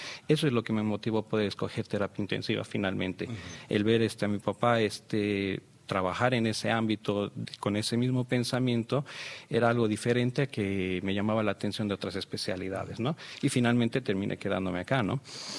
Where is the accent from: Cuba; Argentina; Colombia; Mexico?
Mexico; born there; also born or lived in Bolivia; yo soy nacido en México, mamá mexicana, papá boliviano, mi vida entre México y Bolivia.